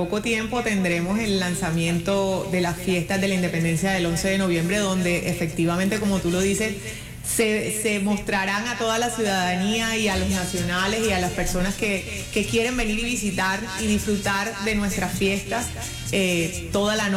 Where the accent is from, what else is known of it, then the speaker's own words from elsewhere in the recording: Cartagena, Bolívar, Colombia; soy una cartagenera que valora, que quiere y que aprecia su cultura.